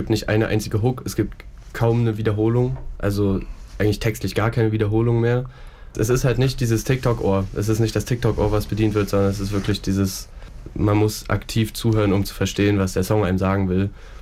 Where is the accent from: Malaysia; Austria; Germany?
Germany; Weimar, Thuringia; also wie gesagt, ich komme ja aus Weimar und ich habe dort auch noch so 2-3 Kollegen, die auch Mucke machen